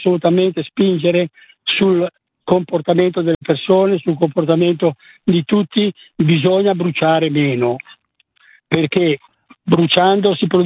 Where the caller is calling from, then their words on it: Merate, Lombardy, Italy; io sono un normale cittadino, abito a Merate, provincia di Lecco.